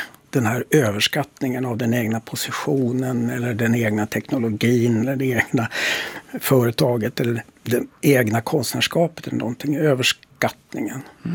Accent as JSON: {"language": "Swedish", "town": "Boden", "region": "Norrbotten County", "country": "Sweden", "moved": "yes", "said": "Men då kan jag alltid flytta hem till Norrbotten och till Boden"}